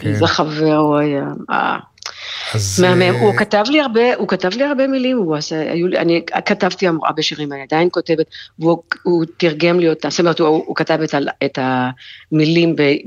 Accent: Tel Aviv, Tel Aviv District, Israel; born there; also born or lived in Los Angeles; יש לי כאן דירה ואני מסתכלת לכיוון דרום, איפה שנולדתי, בקרם התימנים, אני רואה את קרם התימנים מפה

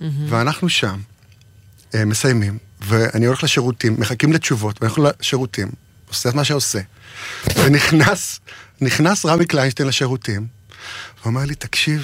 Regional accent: Northern Israel, Israel; כשהייתי קטן, גדלתי בצפון

